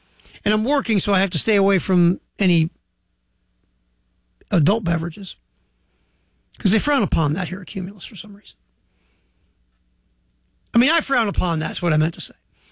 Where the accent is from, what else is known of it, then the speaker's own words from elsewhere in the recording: Baltimore, Maryland, United States; growing up in Baltimore